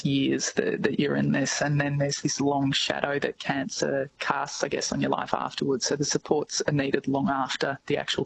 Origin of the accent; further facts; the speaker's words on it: Woodend, Victoria, Australia; And I'm from Woodend myself, so certainly have a deep appreciation for what it's like coming from a regional community.